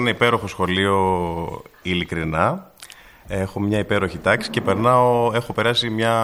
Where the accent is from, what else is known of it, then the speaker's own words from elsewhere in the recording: Athens, Attica, Greece; moved away as an adult; now in Zakynthos, Greece; Αναπληρωτής είμαι εγώ, από Αθήνα είμαι. Βρέθηκα τελείως τυχαία στη Ζάκυνθο.